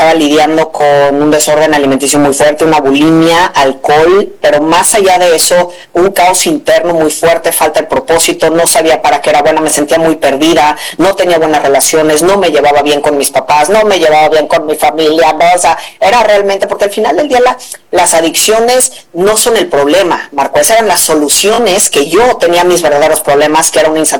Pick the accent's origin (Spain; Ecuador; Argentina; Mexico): Mexico